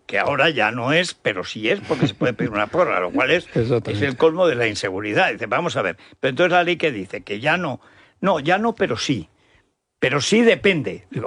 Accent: Orihuela del Tremedal, Aragon, Spain

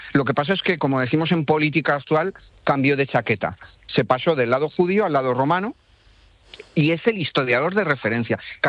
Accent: La Rioja, Spain; Bueno, como buen riojano, me inclino yo también por ese tema.

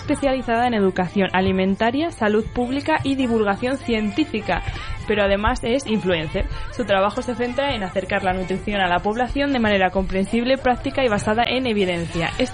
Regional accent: Íscar, Castile and León, Spain; Antes era de Íscar, pero es que nunca lo digo en la radio. Y quiero decirlo, que estoy muy orgullosa de ser iscariense también.

